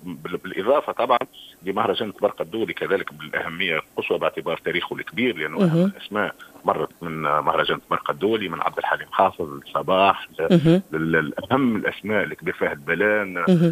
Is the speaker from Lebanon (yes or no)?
no; Tunisia